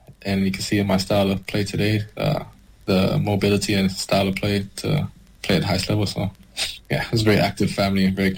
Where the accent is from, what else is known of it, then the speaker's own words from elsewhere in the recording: Canada; All my friends from Canada. That's where I learned the trade of football as well, from being a Canadian program. So I think it was only right to represent Canada and your country